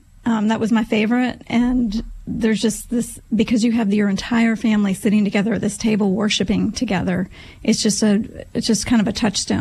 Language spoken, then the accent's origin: English; Midwest, United States; also born or lived in New York City, United States / Wisconsin, United States / Illinois, United States / Iowa, United States; I was born in New York City and then ended up spending most of my upbringing in the Midwest, Wisconsin, Illinois, and Iowa.